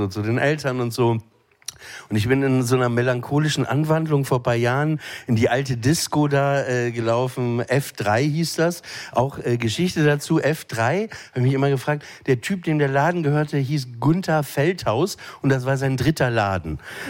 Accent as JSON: {"language": "German", "town": "Papenburg", "region": "Lower Saxony", "country": "Germany", "moved": "yes", "said": "ich komme aus Papenburg im Emsland"}